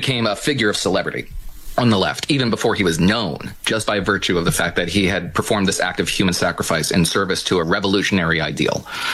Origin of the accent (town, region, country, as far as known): New Jersey, United States; born or raised there